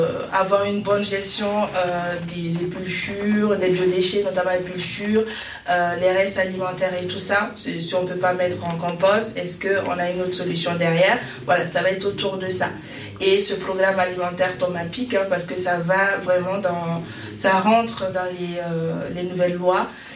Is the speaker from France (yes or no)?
yes; Voves, Centre-Val de Loire, France; je suis de l'Eure-et-Loire, plutôt à Voves, mais je travaille à Chartres.